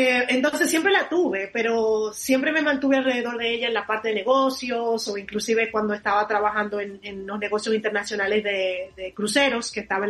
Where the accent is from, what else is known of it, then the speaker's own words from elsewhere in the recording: Dominican Republic; also born or lived in United States / Europe; now in Santo Domingo, Dominican Republic; inclusive yo que regresé recién al país de estar tanto tiempo fuera